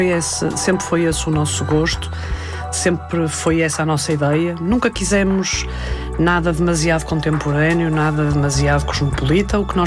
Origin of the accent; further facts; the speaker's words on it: North, Portugal; sendo eu nortenha, até poderia ter feito mais sentido este projeto que eu hoje tenho ter sido pensado para a região do Douro ou para a região dos Vinhos Verdes